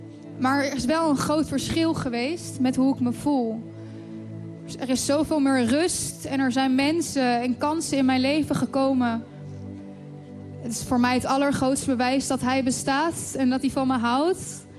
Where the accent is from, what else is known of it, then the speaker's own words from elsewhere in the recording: North Brabant, Netherlands; ik kom niet uit Alphen aan de Rijn, ik kom uit Brabant.